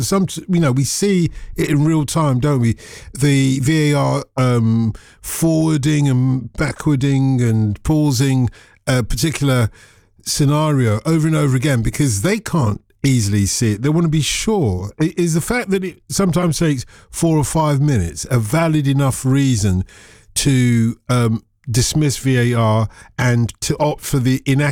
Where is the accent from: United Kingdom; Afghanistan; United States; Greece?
United Kingdom; England; we're English